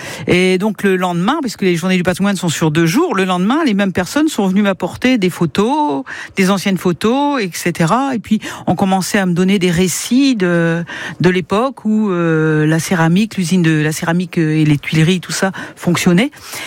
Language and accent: French; Hauts-de-France, France; now in Auneuil, France